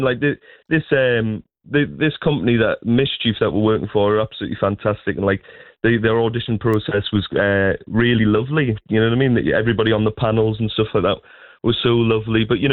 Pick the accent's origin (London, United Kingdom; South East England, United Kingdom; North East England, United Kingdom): North East England, United Kingdom; accent: Northeast